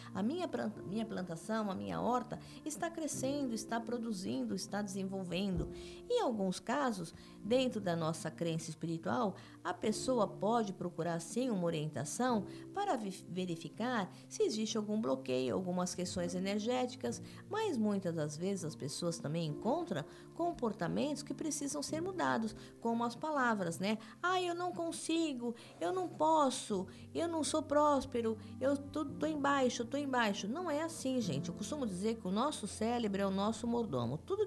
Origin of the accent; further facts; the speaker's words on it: Salvador, Bahia, Brazil; Lembrando que eu vim de Salvador, Bahia, sou mãe de santo, filiada, iniciada em Salvador, estamos aqui há muito tempo, entendeu?